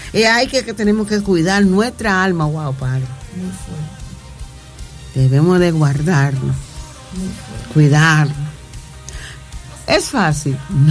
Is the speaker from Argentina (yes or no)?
no; La Romana, Dominican Republic; born there; also born or lived in a batey (sugar-cane settlement); Aunque casi no me crié totalmente en el Batey, porque yo vine desde los 11 años para acá, para la Romana.